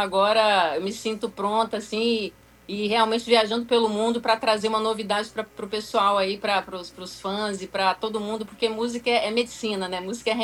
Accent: Vitória, Espírito Santo, Brazil; Eu sou de Vitória

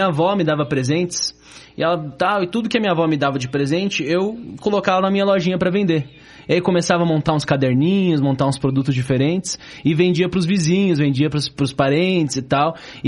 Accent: Curitiba, Paraná, Brazil; Eu nasci aqui em Curitiba mesmo, William.

